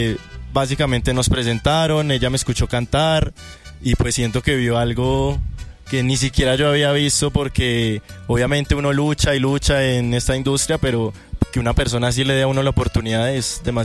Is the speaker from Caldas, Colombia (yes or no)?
yes; Manizales, Caldas, Colombia; Yo vengo de Caldas, de Manizales, Caldas.